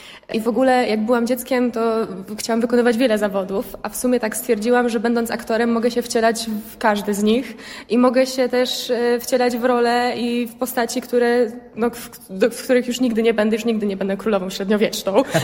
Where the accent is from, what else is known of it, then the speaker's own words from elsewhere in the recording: Radomsko, Łódź Voivodeship, Poland; Jestem z Radomska.